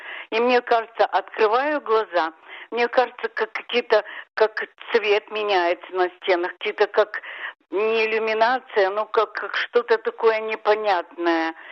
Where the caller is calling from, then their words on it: Beersheba, Southern District, Israel; Я звоню вам из Бершевы.